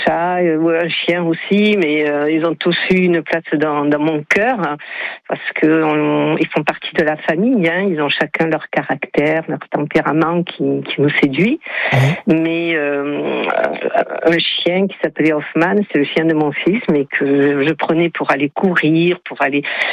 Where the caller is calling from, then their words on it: Cabrières, Occitanie, France; De Cabrières